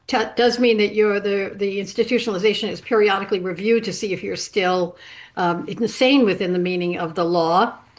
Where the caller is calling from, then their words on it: Martha's Vineyard, Massachusetts, United States; Hello, I'm calling you from Martha's Vineyard.